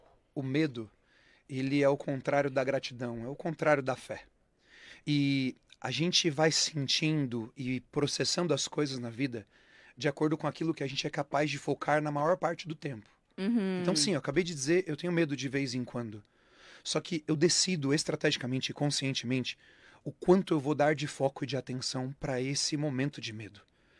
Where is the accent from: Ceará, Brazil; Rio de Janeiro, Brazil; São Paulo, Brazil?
São Paulo, Brazil; Taboão da Serra; eu morei a minha infância e a minha adolescência toda em Taboão da Serra. No bairro Jardim Salete, na periferia de Taboão da Serra.